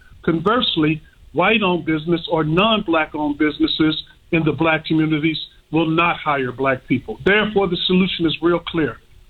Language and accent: English; Inglewood, California, United States; I am a son of Inglewood. I was born and raised in Inglewood.